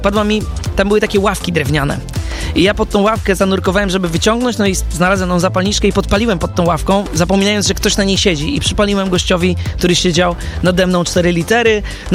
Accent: Warsaw, Masovian Voivodeship, Poland; Ale na pewno było to gdzieś na osiedlu, na którym się wychowałem, na warszawskim Wawrze.

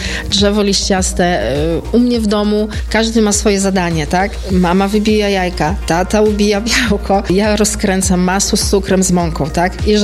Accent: Studzianka, Lublin Voivodeship, Poland; mieszkam w Studziance od urodzenia i tutaj jest moje centrum życiowe.

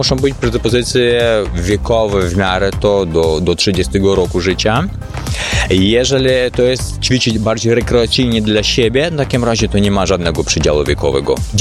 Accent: Ukraine; Polish is a second language; now in Kraków, Poland; Jesteśmy z Ukrainy.

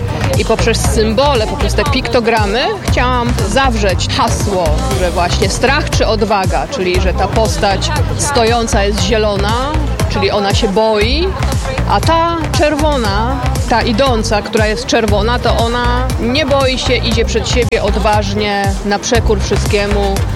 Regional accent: Zalasewo, Greater Poland Voivodeship, Poland; also born or lived in Gniezno; pochodzę z Podpoznania, dokładnie to z Zalasewa, to jest tuż pod Swarzędzem. Pochodzę z Gniezna, z pierwszej stolicy Polski, z którym się dość silnie identyfikuję, też tam działam.

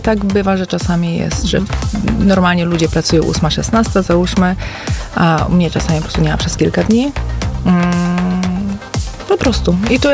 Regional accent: Augustów, Podlaskie Voivodeship, Poland; now in Iława, Poland; Ja jestem augustowianką rodowitą.

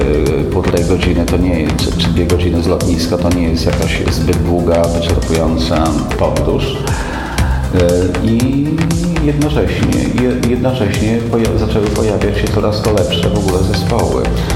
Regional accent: Łomża, Podlaskie Voivodeship, Poland; że ktoś się pytał z osób, z których poznałem, skąd jestem, że jestem z Łomży

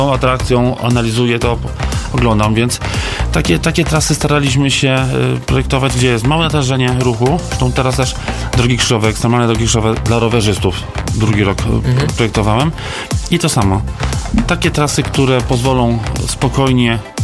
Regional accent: Wiśniowa, Subcarpathian Voivodeship, Poland; mieszkając, wychowując się w Wiśniowej.

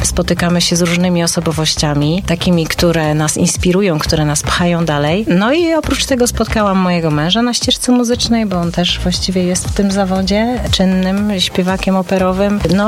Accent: Szczecinek, West Pomeranian Voivodeship, Poland; ja zawinęłam z powrotem do naszego miasta, czyli do Szczecinka

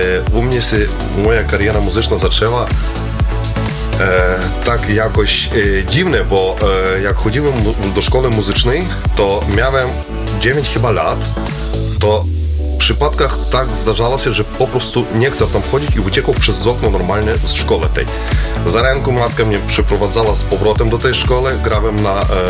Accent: Ukraine; Polish is a second language; moved away as an adult; now in Radom, Poland; Jeszcze jak mieszkałem na Ukrainie, to był rok 2005

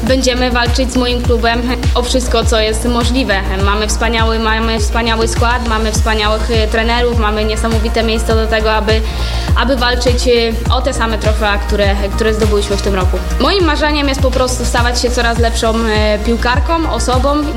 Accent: Uniejów, Łódź Voivodeship, Poland; moved away as an adult; also born or lived in Konin; ja też właśnie pochodzę z Uniowa, gdzie tam jest region Widzewa

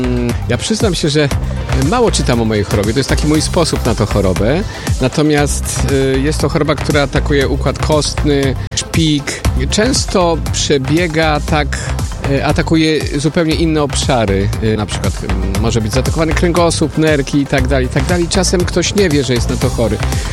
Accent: Silesian Voivodeship, Poland; Pochodzę z Podtarnowskich Gór, czyli z terenów Śląska

